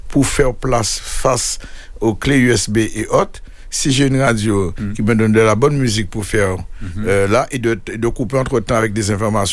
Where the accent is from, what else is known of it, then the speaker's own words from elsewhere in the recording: Guadeloupe; chez nous en Guadeloupe